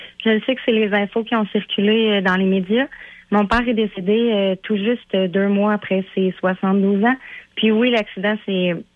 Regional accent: Drummondville, Quebec, Canada; Moi, je suis de Drummondville, je suis pas de Saint-Donat.

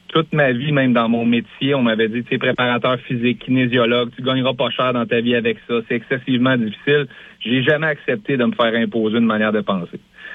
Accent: Quebec, Canada; en tant que Québécois, en tant que Canadiens

